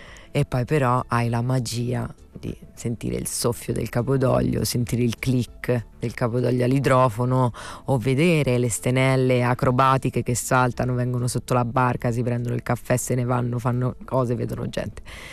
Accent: Santa Teresa Gallura, Sardinia, Italy; born there; also born or lived in Sassari / Cagliari / Alghero; Sono cresciuta nel mare più bello dell'universo mondo, inutile negarlo, a Santa Teresa di Gallura. Sono nata a Sassari, quindi ho vissuto un po' il mare del Nord Sardegna, Alghero, ho vissuto anche a Cagliari, alle elementari

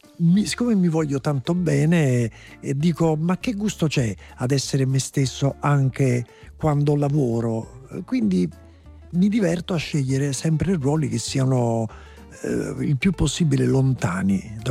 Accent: Naples, Campania, Italy

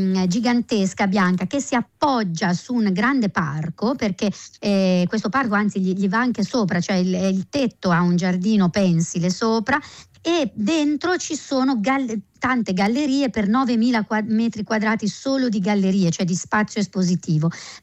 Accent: Bologna, Emilia-Romagna, Italy; Io sono pure bolognese

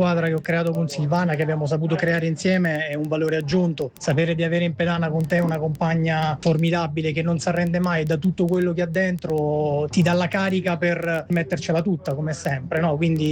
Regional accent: Taranto, Apulia, Italy; Ho fatto onore al mio paese sicuramente, ma anche alla mia città, Ta

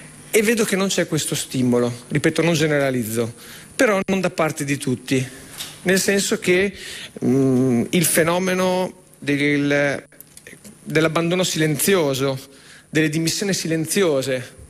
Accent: Emilia-Romagna, Italy; Io vengo dalla Romagna, dalla mia Romagna

